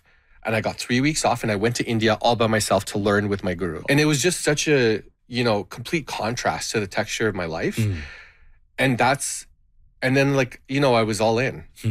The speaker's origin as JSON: {"language": "English", "country": "Canada", "tie": "born there", "first_language": "Gujarati", "second_language": "English", "said": "That's my mother tongue. Even though I'm born in Canada, my first language was Gujarati."}